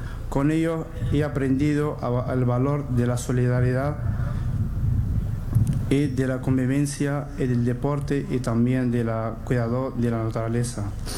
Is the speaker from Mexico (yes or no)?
no; Morocco; moved away as an adult; now in Spain; soy de Marruecos y tengo 24 años. Llegué a las costas de Canarias en el año 2020, como tanto otros jóvenes.